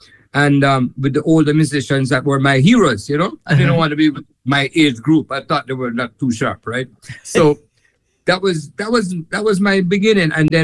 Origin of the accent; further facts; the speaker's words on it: Kingston, Jamaica; But as far as, you know, I am from Kingston, Jamaica, born and raised in Kingston.